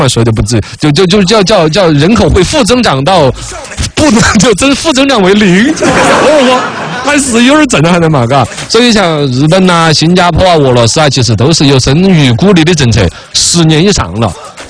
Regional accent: China; 而且我们中国人就担心，也是这种亚洲文化一种思维

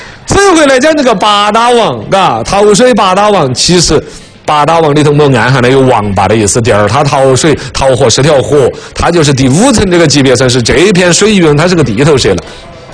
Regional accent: China

